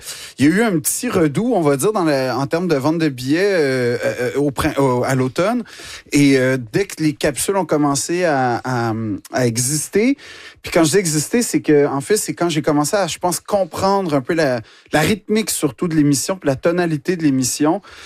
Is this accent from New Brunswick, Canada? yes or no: no; Quebec, Canada; J'essaie de si ils me regardent de haut du fait que je suis Québécois